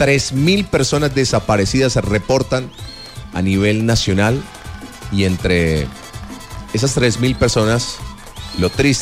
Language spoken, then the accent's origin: Spanish; Colombia; Como colombiano hemos aprovechado y hemos sabido manejar las redes sociales para la búsqueda de personas